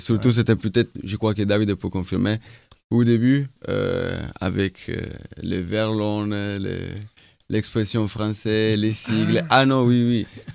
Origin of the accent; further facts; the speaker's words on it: Cuneo, Piedmont, Italy; Et oui, moi, je suis de Cuneo, du coup, plus au nord.